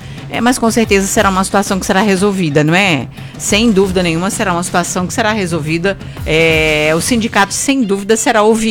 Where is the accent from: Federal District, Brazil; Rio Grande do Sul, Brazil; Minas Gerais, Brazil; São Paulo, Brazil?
Minas Gerais, Brazil; Não, eu sou mineira, eu gosto, né?